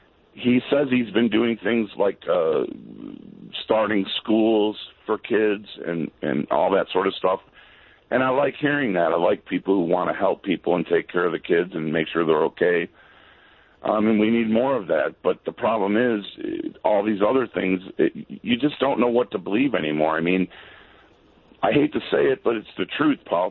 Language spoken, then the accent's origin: English; Chicago, Illinois, United States; now in Iowa, United States; I grew up in Chicago, but I've been living in Iowa for about the last 28 years.